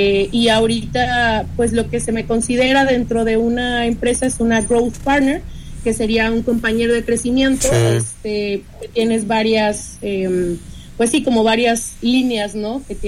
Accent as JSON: {"language": "Spanish", "country": "Mexico", "said": "soy una mujer mexicana, que estoy en un espacio allá"}